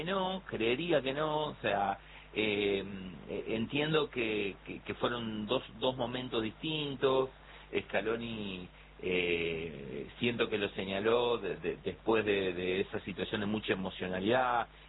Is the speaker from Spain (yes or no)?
no; Argentina; Fue muy intensa, como somos los argentinos.